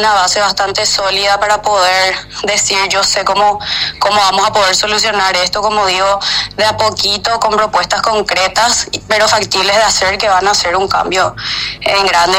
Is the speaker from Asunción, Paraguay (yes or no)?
no; Luque, Central, Paraguay; Yo siento demasiado orgullo por mi ciudad, como digo, siempre toda mi vida viví acá, nací en Luque, entonces tengo el arraigo demasiado fuerte por mi ciudad.